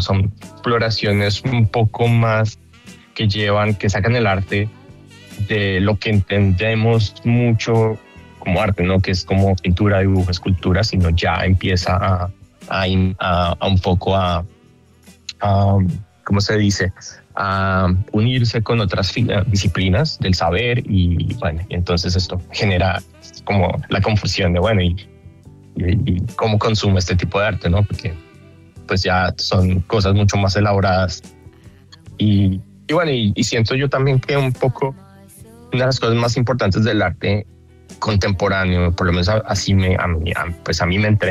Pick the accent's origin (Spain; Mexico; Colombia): Colombia; moved away as an adult; now in United States; una cosa que yo entendí cuando yo me fui de Colombia, me vine aquí a Estados Unidos, entendí el tamaño del mercado del arte